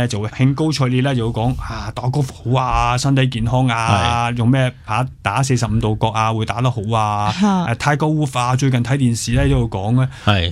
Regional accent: Hong Kong; 我哋香港人

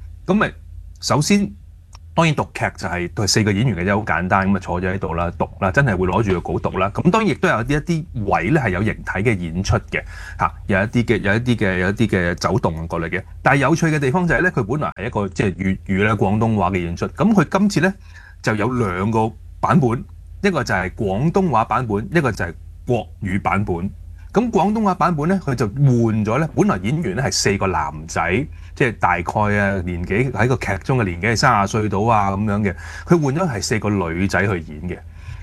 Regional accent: Hong Kong; 我哋香港人好關心嘅一樣嘢

